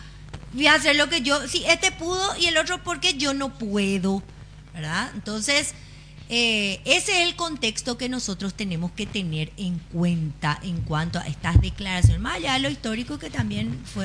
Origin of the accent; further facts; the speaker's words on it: Paraguay; No le gusta que nosotros como paraguayos, epión de... inútil, quédate nomás ahí donde está.